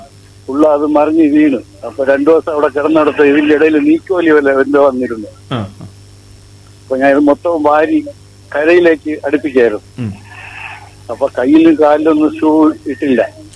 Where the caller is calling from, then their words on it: Kerala, India; പള്ളികളിനടുത്തുനിന്നാണ് വിളിക്കുന്നത്.